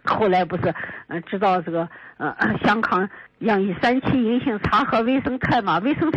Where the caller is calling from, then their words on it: Urumqi, Xinjiang, China; 我是新疆的，新疆乌鲁木齐的。